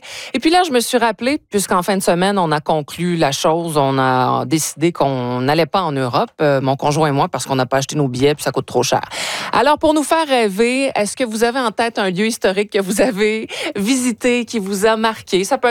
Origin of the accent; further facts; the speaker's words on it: Quebec City, Quebec, Canada; Je viens de Québec